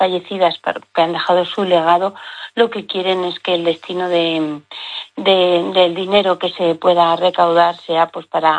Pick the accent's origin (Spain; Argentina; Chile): Spain; Teruel, Aragon; de la que nos estamos beneficiando también los turolenses